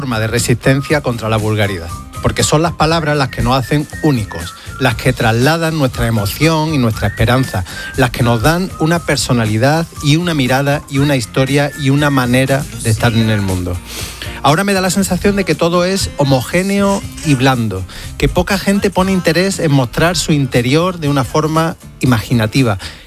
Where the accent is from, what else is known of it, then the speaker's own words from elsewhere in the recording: Córdoba, Andalusia, Spain; Yo nací en Córdoba y llevo conmigo unas cuantas palabras de mi tierra allí donde vaya. En mi ciudad decir pego es decir tontería.